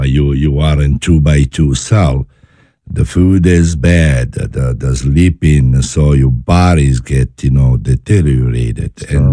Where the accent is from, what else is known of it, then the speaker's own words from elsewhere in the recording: Milan, Lombardy, Italy; English is a second language; moved away; also born or lived in Naples; Yeah, born in Naples and raised in Milano.